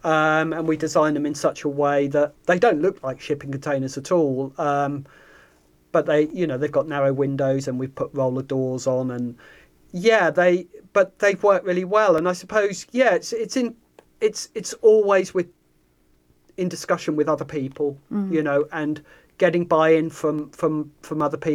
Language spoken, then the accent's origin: English; Southampton, South East England, United Kingdom; I come from Southampton